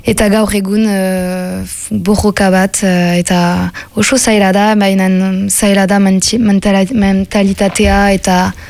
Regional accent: Ustaritz, Nouvelle-Aquitaine, France; Beraz, bai honan sortu naiz, baina ustaritzen hasi nintzen, nire gurasoekin, aitatxi eta amatxirekin. Eta orain berriz bai honara joan naiz bizitzera, beraz, ustaritzekoa naiz.

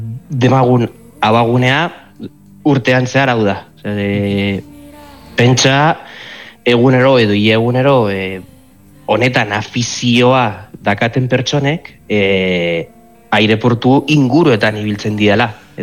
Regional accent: Vitoria-Gasteiz, Basque Country, Spain; also born or lived in San Sebastián; ze ni Donostiarraz jaiotzez, eta 2001 Gasteizera jo nintzen.

